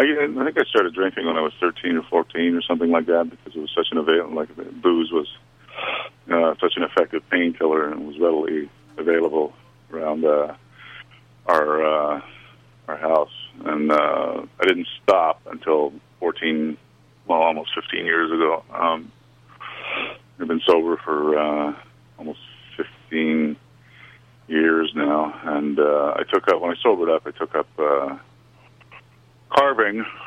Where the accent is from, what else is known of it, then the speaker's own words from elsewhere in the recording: Inuvik, Northwest Territories, Canada; born there; I was born in Inuvik in the Northwest Territories in 1967.